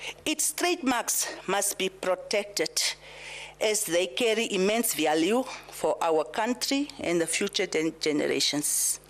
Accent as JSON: {"language": "English", "country": "Namibia", "also_born_or_lived": "New York City, United States", "accent": "Afrikaans and Herero", "second_language": "English", "said": "I already came with my Afrikaans and Herero accent, mother tongue interference."}